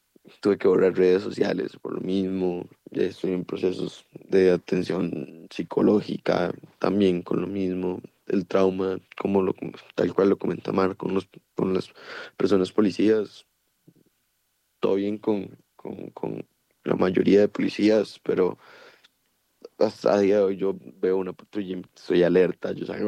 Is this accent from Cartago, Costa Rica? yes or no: no; San Isidro de El General, San José, Costa Rica; moved away as an adult; now in Heredia, Costa Rica; yo soy de Pérez Zeledón, vivo aquí en Heredia hace relativamente poco, entré en 2022 a la universidad